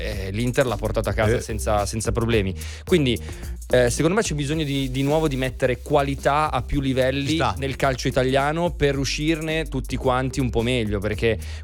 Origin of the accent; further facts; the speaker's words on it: Borgomanero, Piedmont, Italy; miei amici di Borgo Manero, io sono nato a Borgo Manero